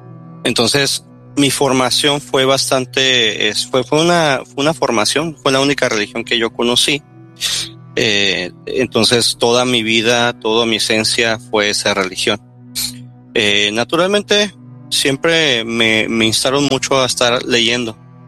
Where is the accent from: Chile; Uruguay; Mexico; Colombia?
Mexico; Baja California; Soy también soy de México. Soy del norte del estado de Baja California. Actualmente tengo 35 años. Fui miembro de la Iglesia de Jesucristo de los Santos Últimos Días, o conocido como la Iglesia Mormona